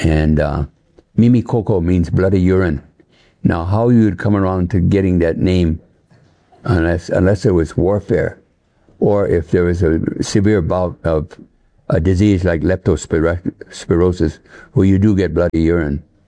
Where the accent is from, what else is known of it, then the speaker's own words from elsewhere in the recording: Ireland; Pardon the roundabout, but I'm Irish.